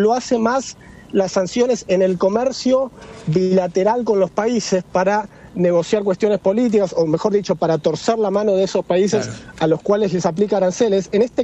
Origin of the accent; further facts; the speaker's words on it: Argentina; tanto como analista internacional y como ciudadano argentino, a mí la cadena del jueves me pareció brillante.